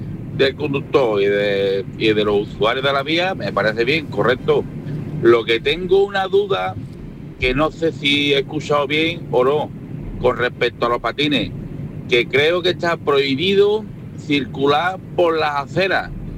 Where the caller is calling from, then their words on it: San Fernando, Andalusia, Spain; yo soy de San Fernando